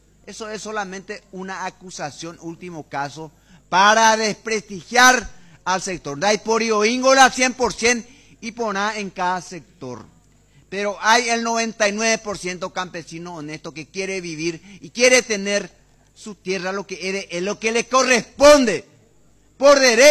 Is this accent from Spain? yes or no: no; Paraguay